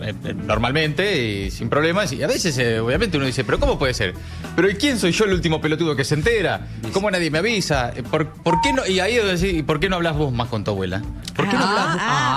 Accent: La Pampa, Argentina; yo soy pampeano.

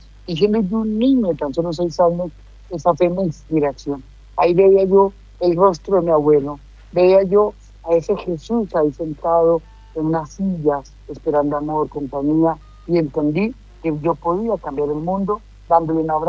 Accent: Colombia; es un país hermano para nosotros los colombianos.

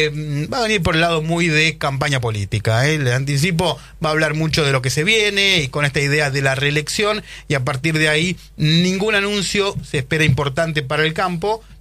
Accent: Argentina; hasta el próximo Mundial que somos todos argentinos.

